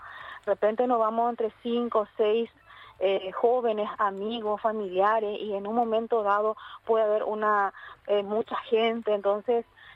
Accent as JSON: {"language": "Spanish", "country": "Paraguay", "said": "somos paraguayos, somos albirrojo hoy"}